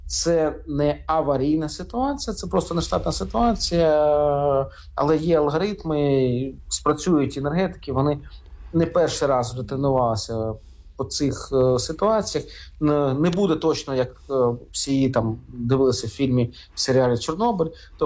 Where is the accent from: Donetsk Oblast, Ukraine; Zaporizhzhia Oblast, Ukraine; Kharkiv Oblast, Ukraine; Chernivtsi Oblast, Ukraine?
Kharkiv Oblast, Ukraine; born or raised there